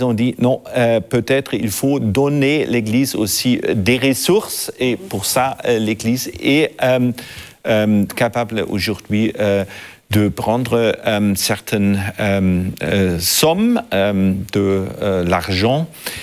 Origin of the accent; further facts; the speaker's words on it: Germany; chez nous, en Allemagne